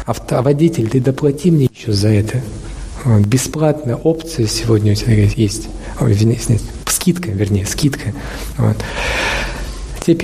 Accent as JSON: {"language": "Russian", "country": "Russia", "said": "Я говорю, он меня спрашивает, ты откуда? Я с России."}